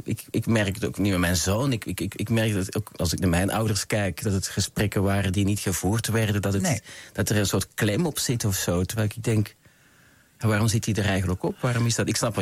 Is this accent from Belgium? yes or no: yes; Belgium; moved away as an adult; now in Amsterdam, Netherlands; Nee, ik was 19. Ik kwam van een boerengehucht uit België. Ik kwam in Amsterdam terecht. Ik ging hier studeren, Nederland.